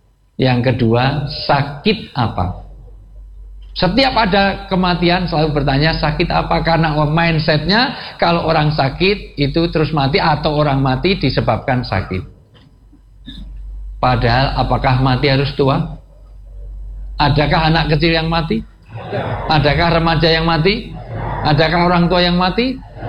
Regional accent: Java, Indonesia; mohon maaf, saya asli orang Jawa. Dalam tradisi Jawa, orang tua disebut sepuh.

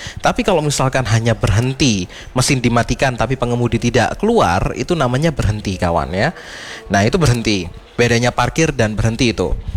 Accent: Malang, East Java, Indonesia; Kita sebagai warga Malang memang betul, kita slow living, kita hidup santai-santai saja gitu ya.

